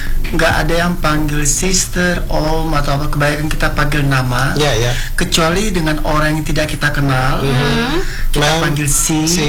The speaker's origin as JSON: {"language": "Indonesian", "town": "Manado", "region": "North Sulawesi", "country": "Indonesia", "said": "Saya Manado aslinya."}